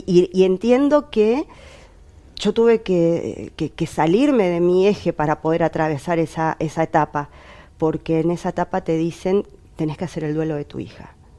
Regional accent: Buenos Aires Province, Argentina; como yo soy de Zona Sur.

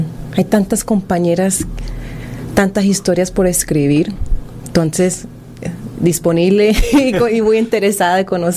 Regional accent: Colombia; now in El Salvador; Aunque yo soy colombiana, creo que he pasado más tiempo en este país que en mi propio país.

